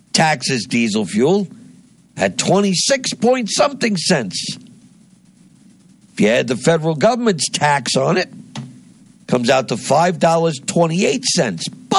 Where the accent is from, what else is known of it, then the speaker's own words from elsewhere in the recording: New Jersey, United States; my home state of New Jersey taxes diesel fuel by 56 cents a gallon